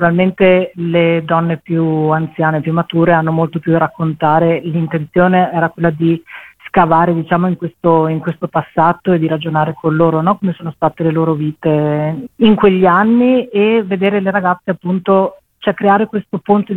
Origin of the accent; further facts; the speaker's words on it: Borgo Valsugana, Trentino-Alto Adige, Italy; le riprese le abbiamo fatte a Borgo Valsugana, che è il mio paese, in Bassa Valsugana